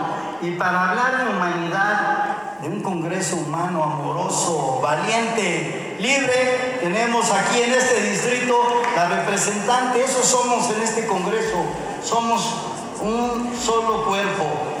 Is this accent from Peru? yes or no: no; Mixteca, Mexico; Mixteca, igual que yo